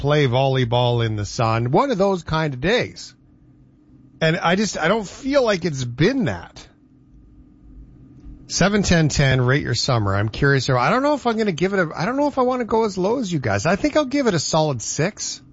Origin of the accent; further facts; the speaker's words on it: Canada; Cause is it like, as a Canadian, is there anything more disappointing than going through winter and then having a summer that never was?